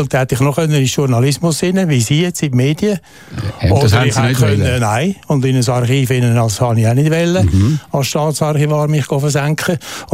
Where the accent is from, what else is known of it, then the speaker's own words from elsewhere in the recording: Lucerne, Switzerland; ich komme aus dem Kanton Luzern, ich bin ein Luzerner Liberale.